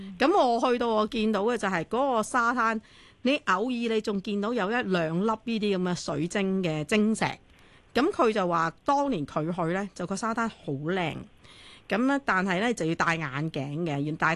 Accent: Hong Kong; 我哋香港人好中意食嗰啲乜嘢斑咩斑嗰啲

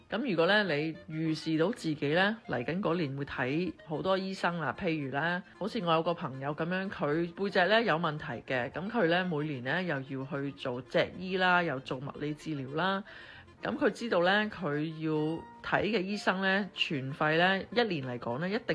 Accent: Hong Kong

